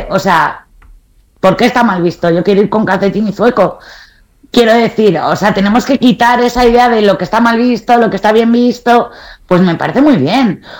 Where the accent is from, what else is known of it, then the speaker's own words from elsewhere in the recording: Spain; no lo veo tan hortera porque yo soy española.